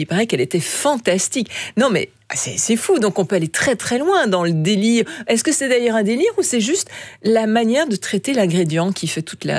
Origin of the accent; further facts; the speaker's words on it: Belgium; on reste quand même en tant que Belge très attaché au goût classique, vanille, chocolat, tiramisu.